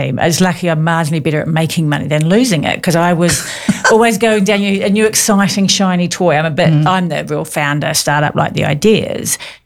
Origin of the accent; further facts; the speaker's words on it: Essex, East of England, United Kingdom; I'm from Essex.